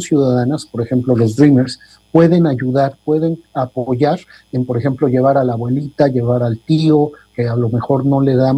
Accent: Mexico; now in Atlanta, United States; como comunidad mexicana muy poca participación, porque así venimos desde México, es un problema de nuestra generación.

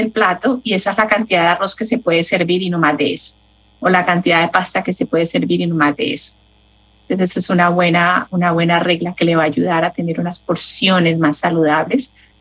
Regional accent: Colombia; Yo soy de Colombia y también el almuerzo es más fuerte

